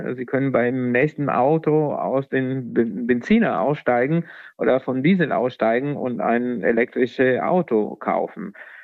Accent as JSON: {"language": "German", "country": "Italy", "second_language": "German", "said": "Ja, ich bin Italiener, aber ich auch verfolgt die Diskussion."}